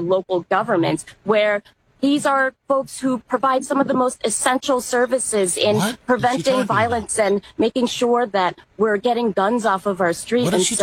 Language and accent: English; Madison, Wisconsin, United States; born or raised there